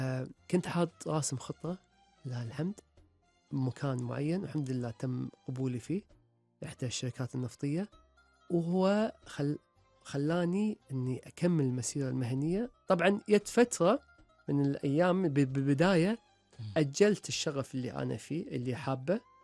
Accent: Kuwait; moved away as an adult; أقوم أردوا هلي للكويت

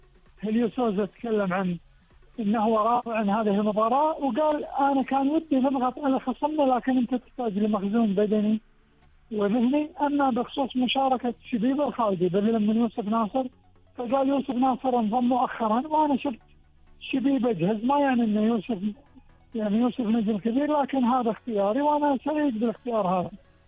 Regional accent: Kuwait

